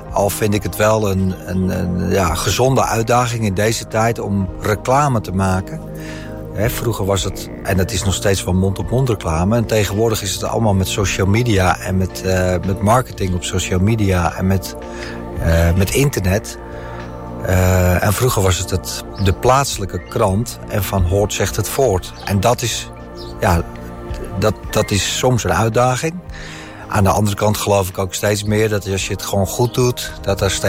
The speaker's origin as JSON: {"language": "Dutch", "town": "Heemskerk", "region": "North Holland", "country": "Netherlands", "tie": "born or raised there", "moved": "as an adult", "lives_now": "Spain", "said": "Ik ben geboren in Heemskerk. Of ja, gewoond in Heemskerk voor lange tijd. En nu woon ik sinds 3 jaar in Spanje."}